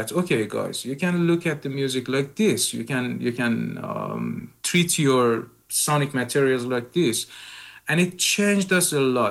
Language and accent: English; Iran; now in Tbilisi, Georgia; So it's that period that we moved from Iran to Georgia. So in Iran, we were more into songwriting.